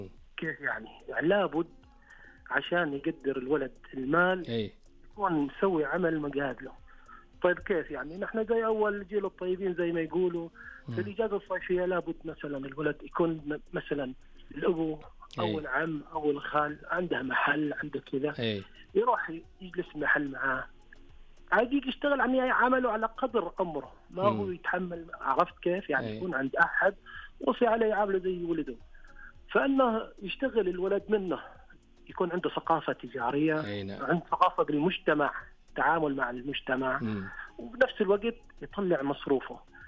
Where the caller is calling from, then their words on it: Riyadh, Riyadh Province, Saudi Arabia; من الرياض يعني.